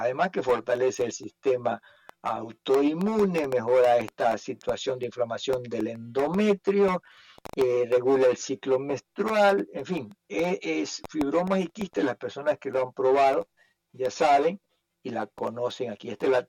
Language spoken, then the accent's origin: Spanish; Guayaquil, Guayas, Ecuador; Cuando voy a mi país, mi tierra, Ecuador, Guayaquil, la ciudad donde yo vivo, una ciudad muy grande, de 3 millones de habitantes